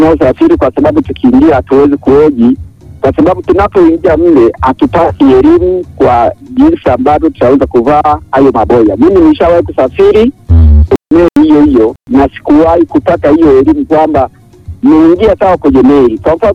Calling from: Kagera, Tanzania; natoka Ilai ya Kierwa, kijiji ya Rutsumsi, kitongoji Kabanga A, pakana Uganda huko na Rwanda.

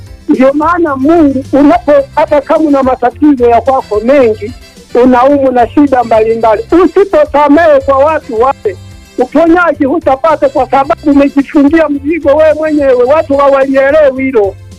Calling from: Tunduma, Songwe, Tanzania; Mimi mjukuu wa … kutoka hapa Tunduma boda ya wajanja.

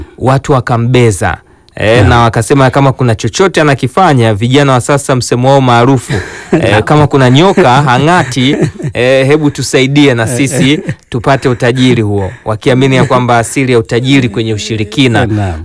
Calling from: Kwimba, Mwanza, Tanzania; kutoka Kwimba.

